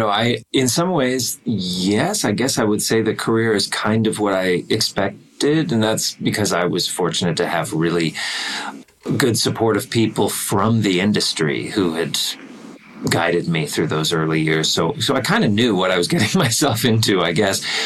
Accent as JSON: {"language": "English", "country": "Canada", "said": "as a Canadian"}